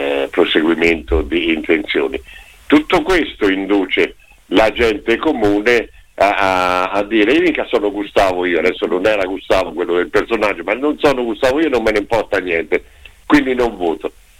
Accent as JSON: {"language": "Italian", "town": "Perugia", "region": "Umbria", "country": "Italy", "said": "io, che non sono di Macerata ma sono di Perugia."}